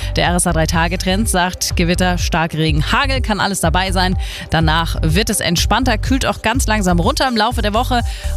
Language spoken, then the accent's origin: German; Schleswig-Holstein, Germany; Wir als Schleswig-Holsteiner mit dem Land zwischen den Meeren